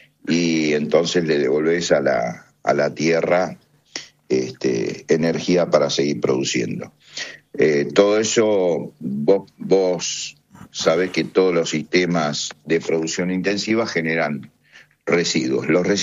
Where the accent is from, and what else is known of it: Argentina